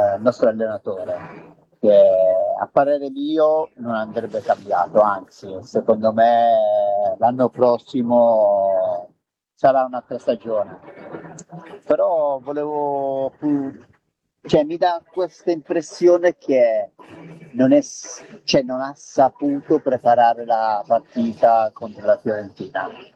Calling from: Varese, Lombardy, Italy; da Varese.

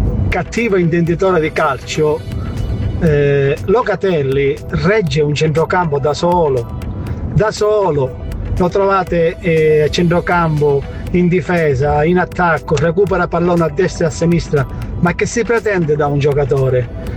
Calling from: Mazzarino, Sicily, Italy; da Mazzarino.

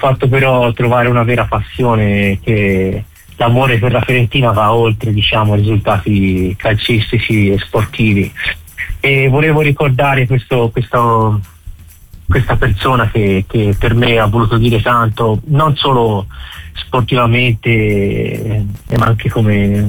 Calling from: Germany; dalla Germania.

